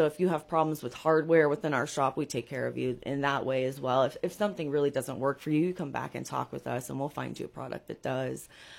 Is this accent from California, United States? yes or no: yes; Nevada County, California, United States; when we were young, growing up in Nevada County